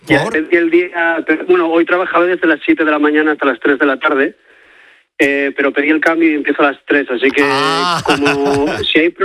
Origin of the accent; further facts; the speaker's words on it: Langreo, Asturias, Spain; De la cuenca del Langreo. Cuenca minera.